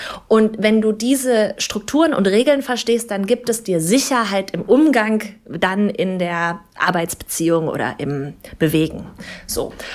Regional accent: West Germany, Germany; moved away as an adult; now in East Germany; Also ich bin Westdeutsche, die in Ostdeutschland integriert wird.

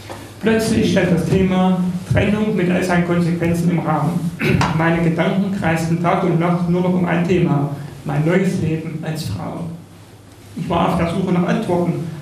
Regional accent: Oldesleben, Thuringia, Germany; ich stamme hier aus Oldesleben.

